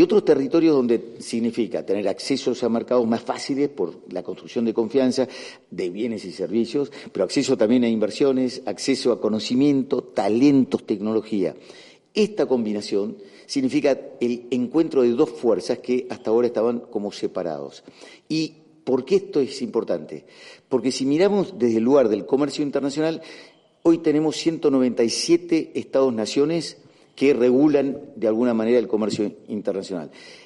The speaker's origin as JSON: {"language": "Spanish", "country": "Argentina", "said": "yo soy argentino, se nota, ¿no?"}